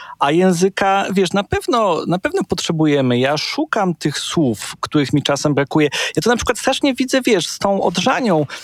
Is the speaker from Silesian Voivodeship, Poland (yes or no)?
yes; Silesian Voivodeship, Poland; często tłumaczymy jako Ślązacy